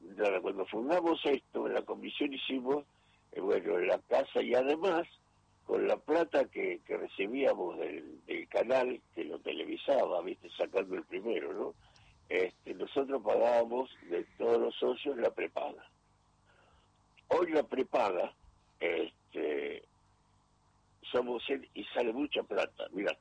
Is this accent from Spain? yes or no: no; Argentina